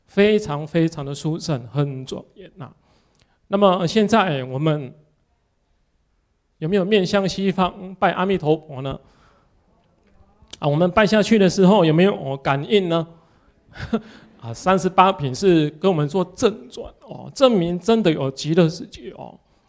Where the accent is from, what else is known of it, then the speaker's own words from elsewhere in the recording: Taiwan; 我们台湾人